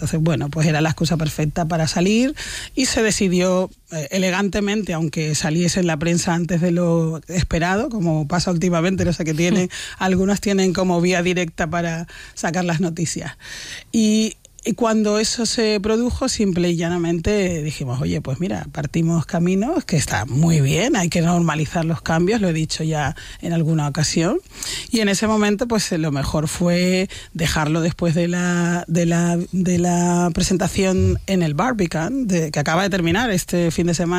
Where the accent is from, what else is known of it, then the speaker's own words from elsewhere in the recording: Canary Islands, Spain; accent: Canarian; also born or lived in Córdoba; Yo es que me siento muy canaria. Cordobesa también